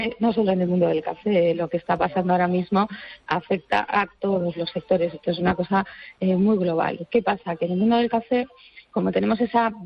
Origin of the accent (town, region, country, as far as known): Vigo, Galicia, Spain; now in Madrid, Spain